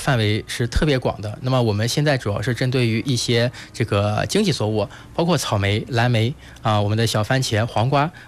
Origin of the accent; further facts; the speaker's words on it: Jinan, Shandong, China; 第一是我的这个老家，我本身就出生在咱们历城区董家镇张二村。